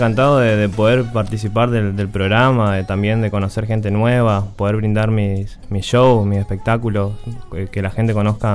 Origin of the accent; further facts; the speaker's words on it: Posadas, Misiones, Argentina; Soy de Posadas, de Posadas Misiones.